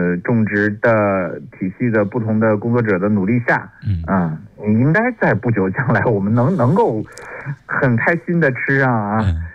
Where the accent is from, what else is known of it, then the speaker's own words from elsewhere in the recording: China; 你看这是不是就是符合我们中国人这个想象中的咖啡的那个感觉啊，这就会越来越适合我们中国人的咖啡杯了。